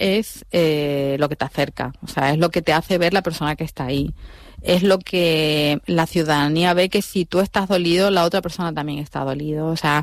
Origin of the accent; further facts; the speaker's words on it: Andalusia, Spain; yo soy andaluza